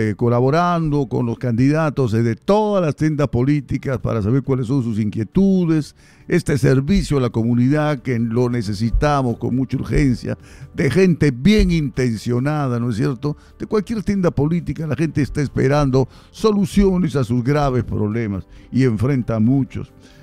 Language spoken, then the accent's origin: Spanish; Loreto, Peru; Somos de Loreto.